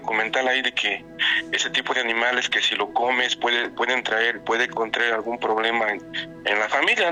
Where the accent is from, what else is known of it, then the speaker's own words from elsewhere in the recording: Veracruz, Mexico; now in Mexico City, Mexico; Mira, yo soy de un pueblo del estado de Veracruz